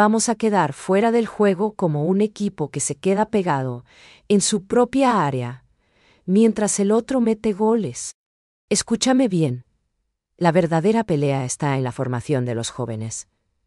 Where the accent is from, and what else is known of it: Paraguay